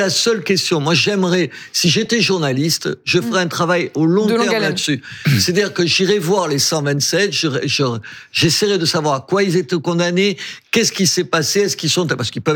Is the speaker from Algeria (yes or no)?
yes; Algeria; born there; Moi, je suis né en Algérie. Je préfère quand c'est l'Algérie qui gagne